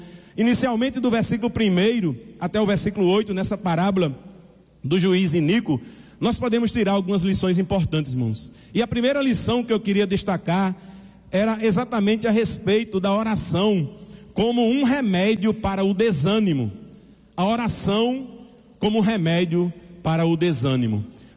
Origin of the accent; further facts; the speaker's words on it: Northeast Region, Brazil; nós somos aqui do Nordeste